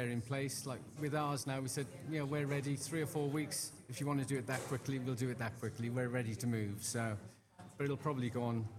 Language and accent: English; Cardiff, Wales, United Kingdom; moved away as an adult; now in Mallorca, Spain; I'm from Cardiff, Wales.